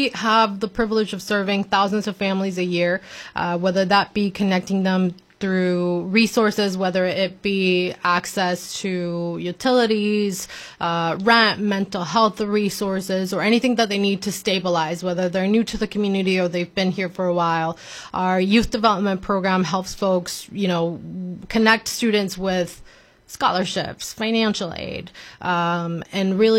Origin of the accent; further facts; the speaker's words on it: Mexico; moved away as an adult; now in West Michigan, United States; Well, I'm an immigrant myself. I grew up in Mexico. I was born and raised in Mexico and only moved to West Michigan a few years ago.